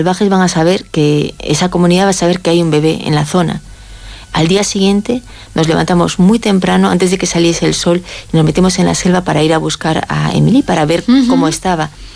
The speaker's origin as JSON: {"language": "Spanish", "region": "Galicia", "country": "Spain", "said": "Yo soy gallega, ¿no? Los gallegos estamos en Galicia. Bueno, yo no estoy en Galicia ahora, pero tenemos una, no tengo mucho acento, pero yo antes tenía acento."}